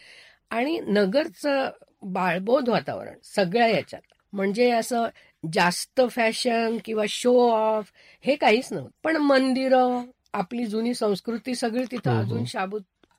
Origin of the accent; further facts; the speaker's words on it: Ahmednagar, Maharashtra, India; now in Mumbai, India; माझंही बालपण इथे गेलं आणि जन्मच म्हणजे माझा इथला.